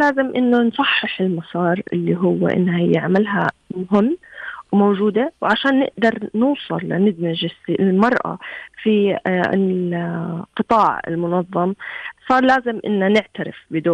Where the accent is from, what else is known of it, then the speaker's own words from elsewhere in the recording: Jordan; عندنا في الأردن